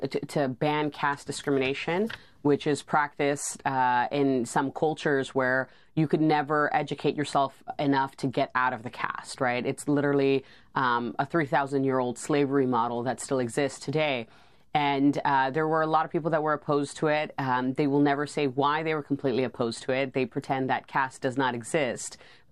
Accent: New York, United States; born or raised there

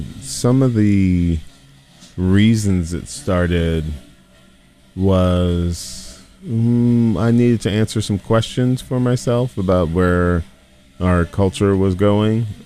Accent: United States; growing up in the United States

